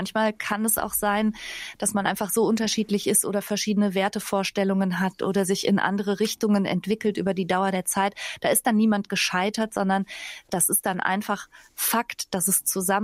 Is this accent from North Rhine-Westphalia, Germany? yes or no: yes; Bergisch Gladbach, North Rhine-Westphalia, Germany